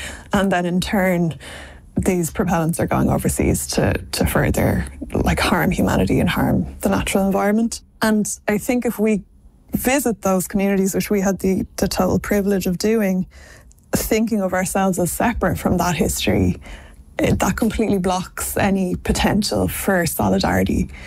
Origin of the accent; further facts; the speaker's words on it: Ireland; we're from Ireland